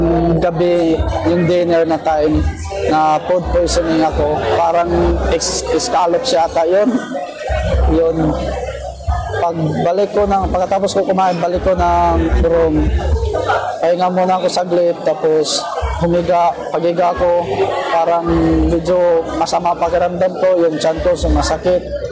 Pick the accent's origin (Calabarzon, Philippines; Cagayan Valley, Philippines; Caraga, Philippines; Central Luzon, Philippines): Caraga, Philippines; Siargao Island; Ako sa Siargao Island.